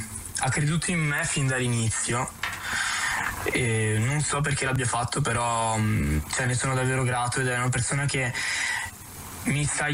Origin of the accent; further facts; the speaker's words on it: Trento, Trentino-Alto Adige, Italy; also born or lived in Apulia; Io sì, sono di Trento, ma sono nato in Puglia in realtà